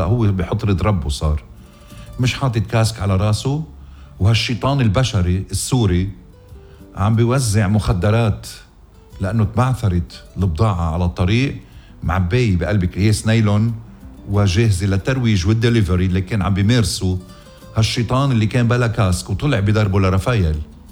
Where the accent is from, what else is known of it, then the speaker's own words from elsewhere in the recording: Lebanon; من ضيع وطننا لبنان